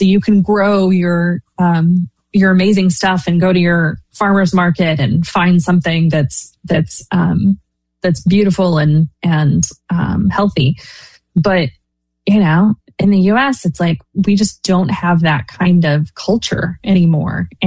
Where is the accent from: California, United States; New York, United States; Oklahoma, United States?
Oklahoma, United States; I'm from Oklahoma, so I've got friends and family who are ranchers